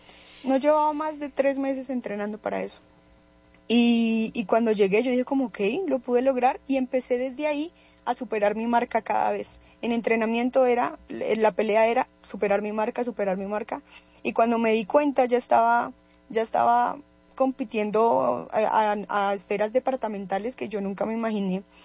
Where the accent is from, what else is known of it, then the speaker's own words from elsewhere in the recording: Cundinamarca, Colombia; una de las principales falencias que tenemos como colombianos, y principalmente aquí en Cundinamarca.